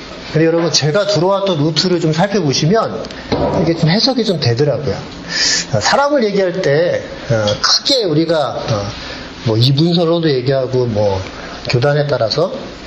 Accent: South Korea; 제가 한국 사람이니까 그게 느껴져요.

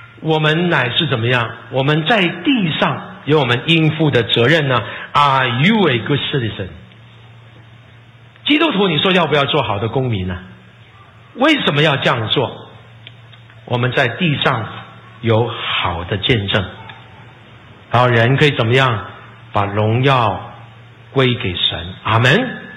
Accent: China; 我真的讲特别我们是中国人呢、在我们中国啊，

